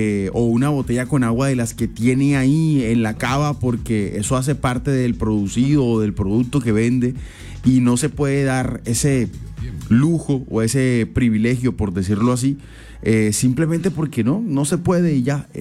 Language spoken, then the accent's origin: Spanish; Colombia; Soy colombiano